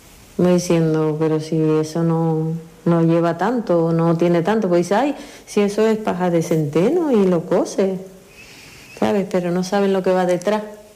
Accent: Icod de los Vinos, Canary Islands, Spain; veo la diferencia del Ayuntamiento de La Guancha al Ayuntamiento de Icod de los Vinos, de donde soy yo, el poco apoyo.

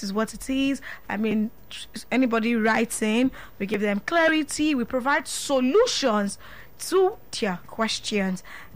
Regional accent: Lagos, Nigeria; But by the way, I love being a Lagosian.

